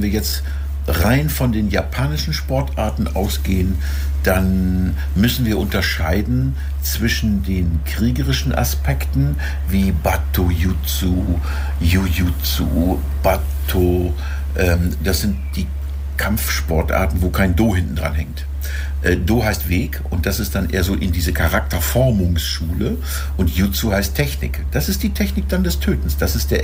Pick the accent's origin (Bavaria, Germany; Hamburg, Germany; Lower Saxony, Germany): Lower Saxony, Germany; Lingen; stamme ich aus Lingen